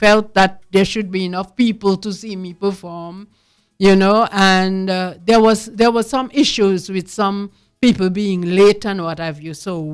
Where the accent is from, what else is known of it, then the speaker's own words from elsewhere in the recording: Dominica; I didn't meet anybody from Martinique, and I was the representative from Dominica.